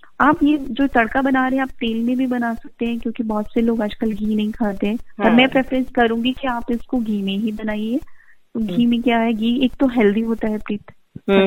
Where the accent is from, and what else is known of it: Rajasthan, India; now in Bangalore, India